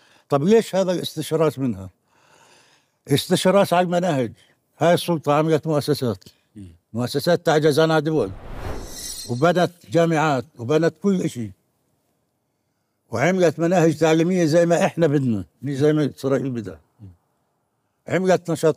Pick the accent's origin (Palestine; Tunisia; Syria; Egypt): Palestine; وإن إحنا كشعب فلسطيني إحنا نقيض هذا الغزو الاحتلالي والإحلالي في نفس الوقت